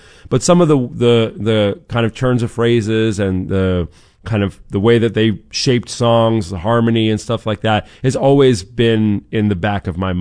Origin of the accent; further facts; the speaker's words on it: Boston, Massachusetts, United States; I grew up in Boston, and there was not a country station, especially at least when I was real young listening.